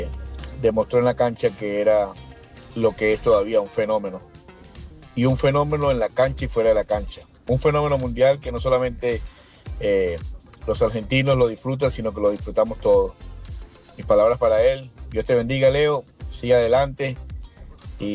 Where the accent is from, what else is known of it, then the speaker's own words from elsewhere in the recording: Venezuela; No soy argentino, soy venezolano, pero le he ido siempre a la selección argentina